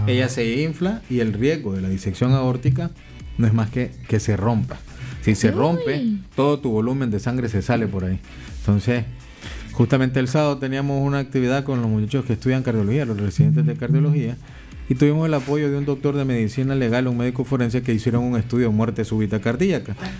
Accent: Nicaragua

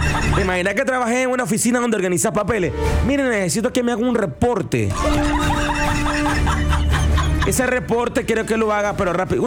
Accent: Nicaragua; nosotros los nicas

